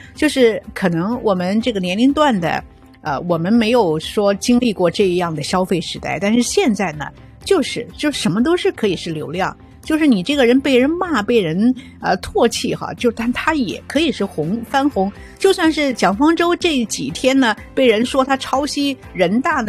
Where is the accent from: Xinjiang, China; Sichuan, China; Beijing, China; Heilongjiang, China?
Sichuan, China; Chengdu; now in Toronto, Canada; 包括我的家乡成都这些哈